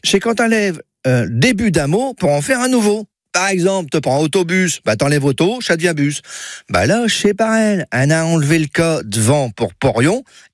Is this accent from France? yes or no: yes; Hauts-de-France, France; Et je suis du Nord, j'ai comme chaud.